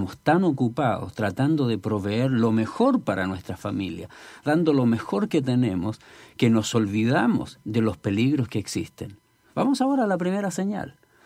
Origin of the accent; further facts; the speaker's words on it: Chile; also born or lived in Ecuador; now in United States; yo haya tenido también la oportunidad de estar aquí en los Estados Unidos y originalmente de Chile, salir de Chile, ir al Ecuador a vivir por tanto tiempo